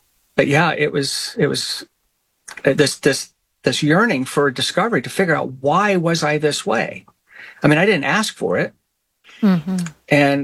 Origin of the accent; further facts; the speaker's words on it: Midwest, United States; I was just a typical boy growing up in the Midwest in the 1960s.